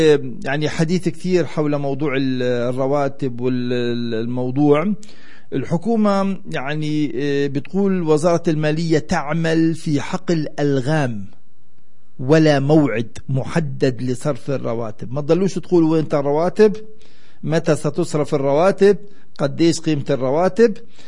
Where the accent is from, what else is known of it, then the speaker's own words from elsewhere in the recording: Palestine; يعني بيأثر فينا كفلسطينيين بنعيش على هذه البقعة من الأرض